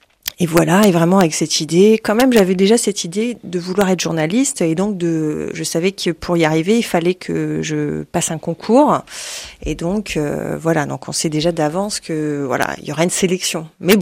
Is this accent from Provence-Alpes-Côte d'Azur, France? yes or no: no; Grand Est, France; moved away; je reçois un coup de fil chez moi en Alsace